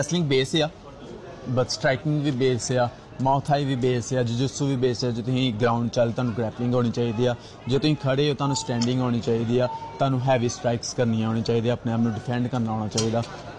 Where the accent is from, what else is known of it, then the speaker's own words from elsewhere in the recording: Miankot, Punjab, India; now in Melbourne, Australia; ਹਾਂਜੀ, ਮੈਂ ਉਦਾਂ ਪੰਜਾਬ ਤੋਂ ਹਾਂ, ਗੁਰਦਾਸਪੁਰ ਤੋਂ, ਪਿੰਡ ਸਾਡਾ ਮੀਆਂਕੋਟ ਆ, ਅਤੇ ਇੱਥੇ ਮੈਂ ਆਇਆ ਸੀਗਾ 2022 'ਚ ਅਗਸਤ ਮਹੀਨੇ